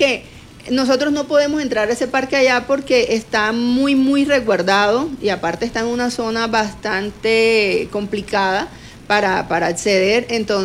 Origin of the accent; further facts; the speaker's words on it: Montería, Córdoba, Colombia; nosotros venimos, mi hija y yo venimos de Montería, Córdoba.